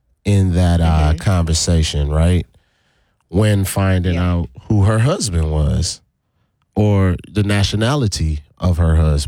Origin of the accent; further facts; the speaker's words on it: Charlotte Amalie, U.S. Virgin Islands; now in Milwaukee, United States; in school in the Virgin Islands. Yes, in St. Thomas, they'd have beat us. They'd have beat us. Look, my accent just came back out